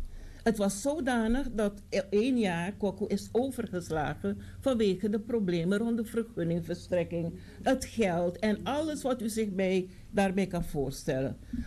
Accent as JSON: {"language": "Dutch", "country": "Suriname", "said": "We zijn er niet voor, want we hebben al als Surinamers in het organiseren van festiviteiten weinig succes tot nog toe."}